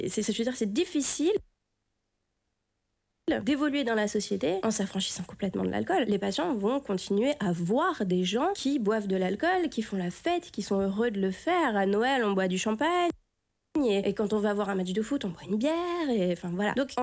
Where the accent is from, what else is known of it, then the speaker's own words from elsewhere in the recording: France; moved away as an adult; now in Belgium; moi je suis arrivée en Belgique il y a plus de 10 ans, je suis française